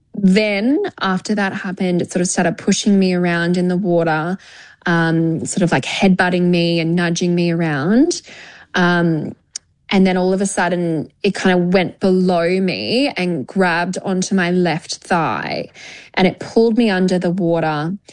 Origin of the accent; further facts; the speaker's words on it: Australia; also born or lived in New Zealand; So I'm Australian and Kiwi. And I have been brought up in Australia, but I am still a very proud Kiwi. My family are from Hawke's Bay.